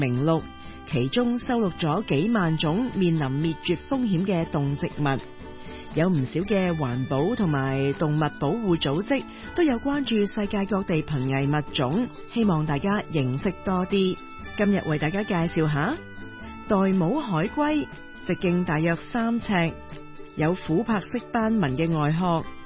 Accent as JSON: {"language": "Cantonese", "country": "Hong Kong", "said": "亦都提醒我哋，我哋香港人有咩啊？有狮子山精神咯"}